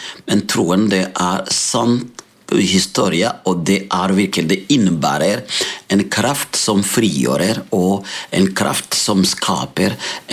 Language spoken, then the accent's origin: Norwegian; Burundi; Norwegian is a second language; moved away as an adult; now in Molde, Norway; jeg kommer opprinnelig fra Burundi